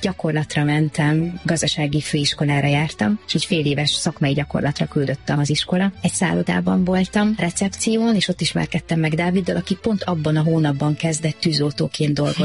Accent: Slovakia; now in Hungary; Én felvidéki vagyok.

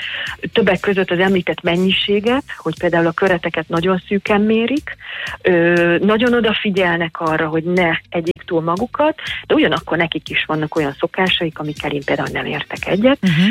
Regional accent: Hungary

